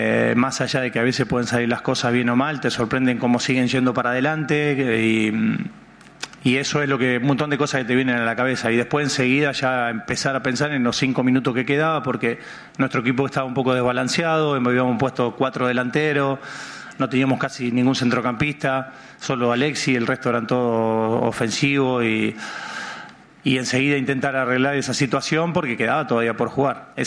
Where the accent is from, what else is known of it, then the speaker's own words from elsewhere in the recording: Argentina; soy entrenador de una selección, y de una selección como Argentina, de una selección que somos 45, 7 millones, 48, ¿dónde somos?